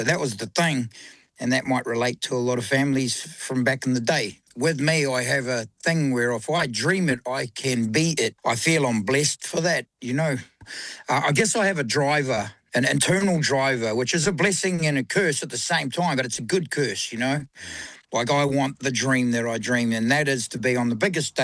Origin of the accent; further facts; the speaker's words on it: New Zealand; me being the Kiwi boy that was brought up on rugby union